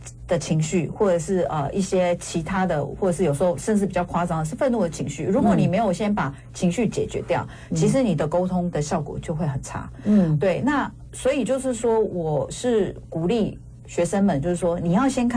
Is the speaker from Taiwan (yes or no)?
yes; Taiwan; now in Arizona, United States; 因为我是台湾人嘛